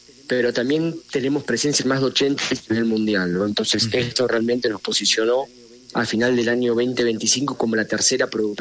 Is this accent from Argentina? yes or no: yes; Argentina; Yo soy de Argentina.